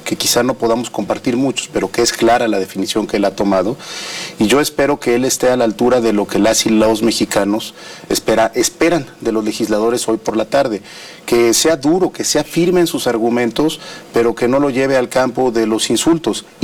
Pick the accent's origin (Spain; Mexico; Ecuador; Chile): Mexico; Oaxaca; Somos de Oaxaca. Oaxaqueño. Yo soy oaxaqueño, mi padre oaxaqueño, mi abuelo oaxaqueño.